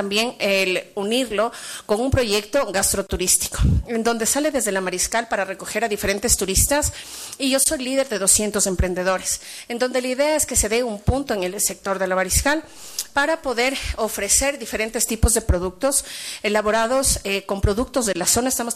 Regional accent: Quito, Pichincha, Ecuador; born there; Yo soy quiteña de nacimiento

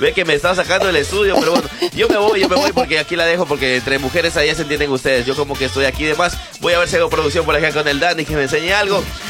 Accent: Peru; now in Ecuador; A mí me encanta mucho la comida acá de Ecuador, recuerde que yo soy peruana.

